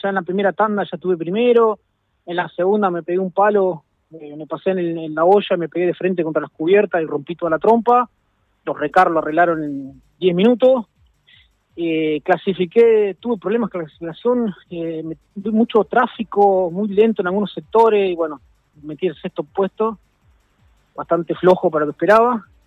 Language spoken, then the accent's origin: Spanish; Villalonga, Buenos Aires Province, Argentina; accent: porteño; Yo soy Villalonga, digan lo que digan, aunque tengo acento de porteño, pero bueno, soy de Villalonga.